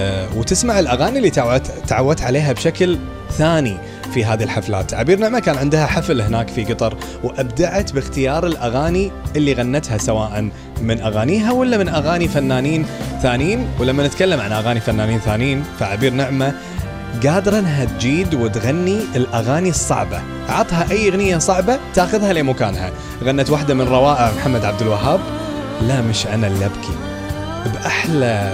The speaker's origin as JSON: {"language": "Arabic", "country": "Kuwait", "said": "عندنا بالكويت"}